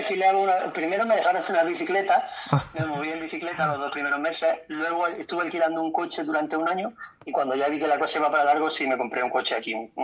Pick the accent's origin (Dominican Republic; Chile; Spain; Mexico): Spain; Granada, Andalusia; moved away as an adult; yo cuando vivía en España, yo soy de Granada, vivía en Granada ciudad